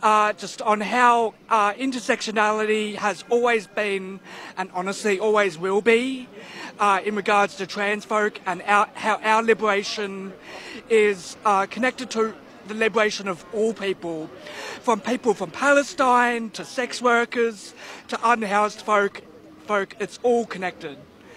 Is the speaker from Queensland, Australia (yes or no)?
no; Geelong, Victoria, Australia; I'm from Geelang.